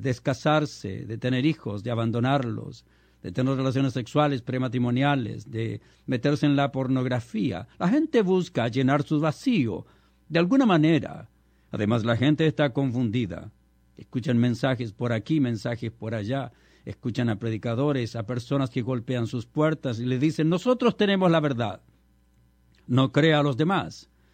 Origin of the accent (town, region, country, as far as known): Chile